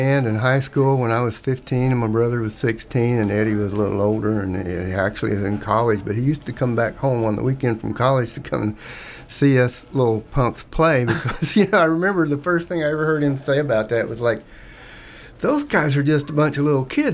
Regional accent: Donovan, Missouri, United States; I grew up in Donovan, Missouri.

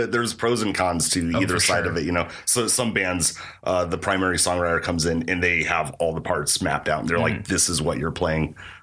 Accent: Colorado, United States; You know, growing up in Colorado, I always gravitated towards like summer activities, like hiking, camping, backpacking.

